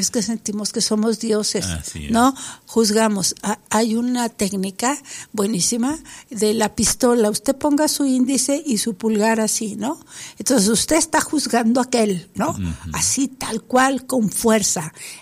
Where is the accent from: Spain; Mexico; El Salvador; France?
Mexico; cómo somos los mexicanos.